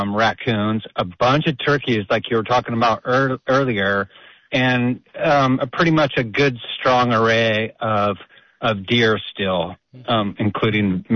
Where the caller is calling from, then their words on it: Aptos, California, United States; I live in the Aptos Hills, and when I first moved in 1999